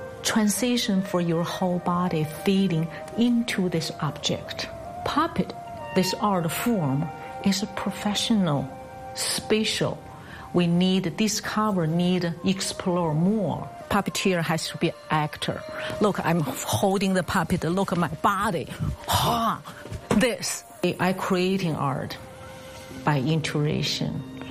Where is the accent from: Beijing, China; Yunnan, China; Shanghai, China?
Beijing, China; English is a second language; moved away as an adult; now in United States; I'm a puppet artist. My company name is Visual Expressions. I'm born from Beijing, China, and then I moved to America 2000.